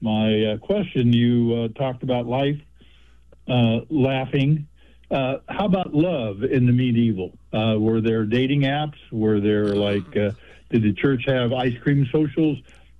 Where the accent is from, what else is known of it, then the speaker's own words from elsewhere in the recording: Las Vegas, Nevada, United States; I'm from Las Vegas